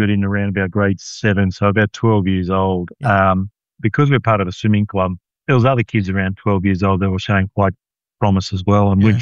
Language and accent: English; Rockhampton, Queensland, Australia; So, yeah, I grew up in Rockhampton, Des, and I've got two brothers and two sisters.